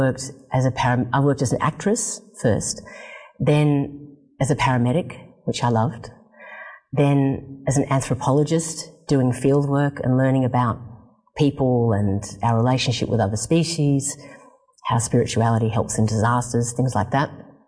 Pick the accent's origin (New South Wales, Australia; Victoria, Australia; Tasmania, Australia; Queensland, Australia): New South Wales, Australia; Bega; born there; I grew up on top of a mountain about 20 minutes outside of a very small country town known as Bega.